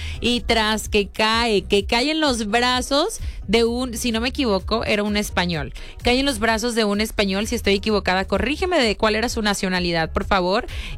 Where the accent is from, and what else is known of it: Mexico